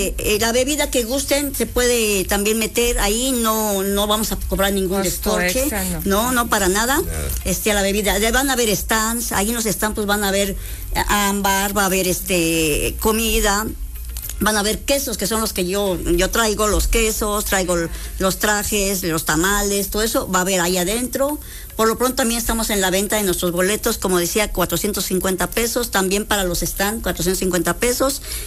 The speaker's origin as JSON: {"language": "Spanish", "region": "Chiapas", "country": "Mexico", "moved": "yes", "lives_now": "Puebla, Mexico"}